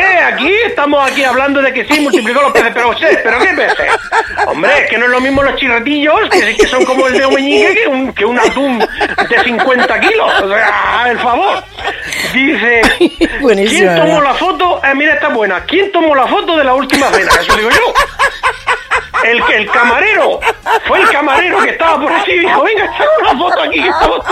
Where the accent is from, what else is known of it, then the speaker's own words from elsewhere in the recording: Region of Murcia, Spain; yo soy murciano